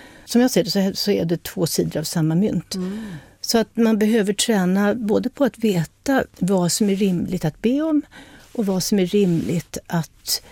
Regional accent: Addis Ababa, Ethiopia; born or raised there

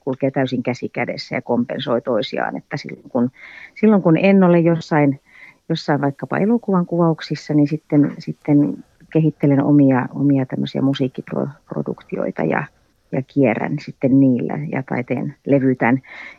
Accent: France; mä itse olen lapsuuteni viettänyt Ranskassa ja itsehän mä asun nykyäänkin Ranskassa jo 13 vuotta ollut ja on koko kouluikänikin käynyt ranskalaista koulua

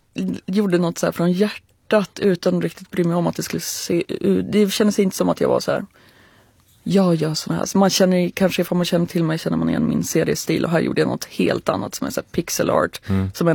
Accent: Kramfors, Västernorrland County, Sweden; moved away; Kramfors är platsen där jag växte upp. Mm. Det är en liten bruksort.

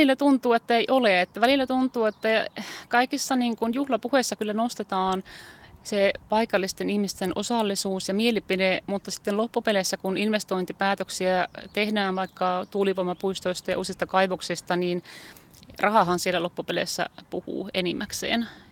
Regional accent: Tornio, Lapland, Finland; moved away as an adult; also born or lived in Haparanda, Sweden; minä olen Haaparanta Torniosta kotoisin, ruukanana sanoa. Minä olen Haaparalla syntynyt, mutta Torniosta kävin koulun, mutta olen molemmissa kaupungissa niin kotona. Niin, mutta identiteetti, mullahan on todella vahva tornionlaaksolainen identiteetti, mulla on vahva raja-identiteetti. Minä olen tornionlaaksolainen

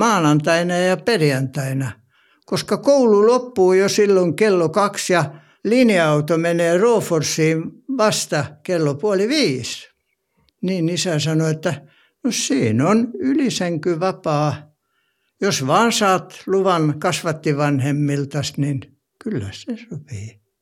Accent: Kortesjärvi, South Ostrobothnia, Finland; born there; No niin, nyt mennään tosiaan sinne Pohjanmaalle. Mä oon syntynyt Kortesjärvellä 1938.

